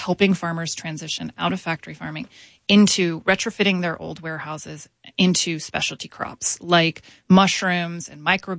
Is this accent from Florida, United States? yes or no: yes; Florida, United States; Well, I grew up in Florida in the swamps in my backyard, and there were these ducks that used to lay their eggs and babies right in my mom's flower bed.